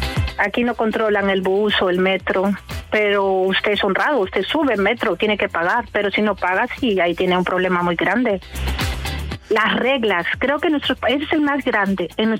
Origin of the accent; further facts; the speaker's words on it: Peru; now in Amsterdam, Netherlands; Soy peruana.